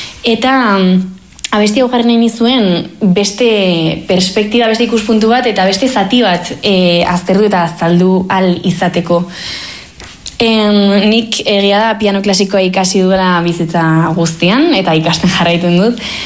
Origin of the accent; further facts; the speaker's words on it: Basque Country, Spain; first language Basque; Nik abestiak euskeraz idazten dut, euskeraz bizi naizelako, euskeraz ikasi dut, jaio naiz, eta hala ateratzen zait